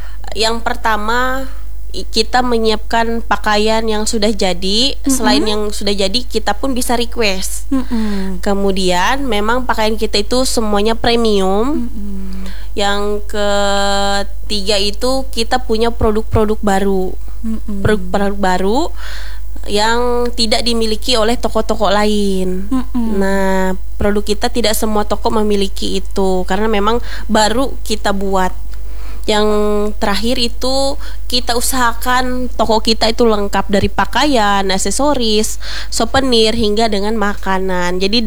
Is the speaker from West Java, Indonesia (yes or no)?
no; Central Kalimantan, Indonesia; saya sendiri dari Barito Timur, saya Dayak Mayan